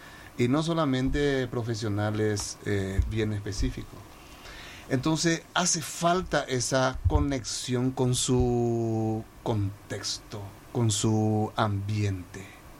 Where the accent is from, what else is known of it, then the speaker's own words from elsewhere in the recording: Paraguay; de nuestra cultura, de nuestra manera de pensar como paraguayo